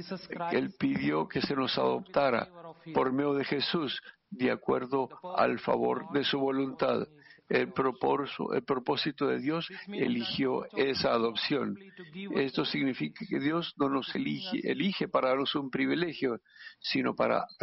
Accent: India; Spanish is a second language; como yo, que vengo de la India

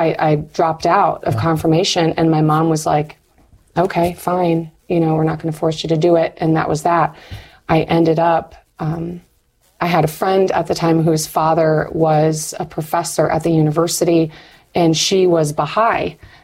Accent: Marquette, Michigan, United States; Well, so I'm from Upper Michigan, Marquette, Michigan, the UP. I'm a Uper.

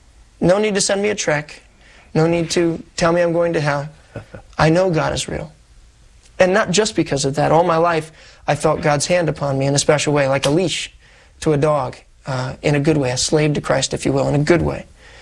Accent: Columbus, Ohio, United States; Born and raised in Columbus, Ohio.

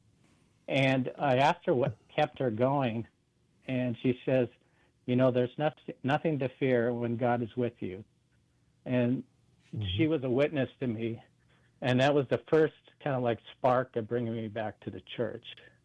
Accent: Alaska, United States; moved away; also born or lived in Washington; Okay, I grew up in Alaska, and in my youth, and moved to Washington with my parents to get to know my grandparents a little bit.

